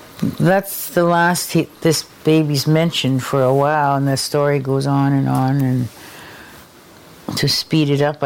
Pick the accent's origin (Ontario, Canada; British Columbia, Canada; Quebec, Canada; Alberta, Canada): British Columbia, Canada; Haida Gwaii; first language Haida; English is a second language; I've lived here my whole life. When I was a kid, my dad and them had a house here.